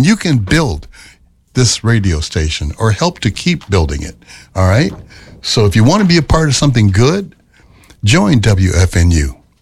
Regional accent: Memphis, Tennessee, United States; born there; moved away as an adult; I was born in Memphis, Tennessee. And I said this before last week. I've been in Minnesota now since I got out of the military and left and got out of Vietnam. This is my home now.

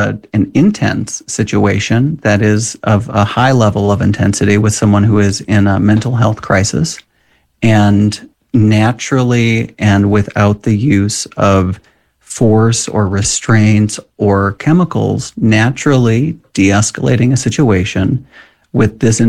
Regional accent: Watertown, Minnesota, United States; I grew up in Watertown, a small town west of the Twin Cities.

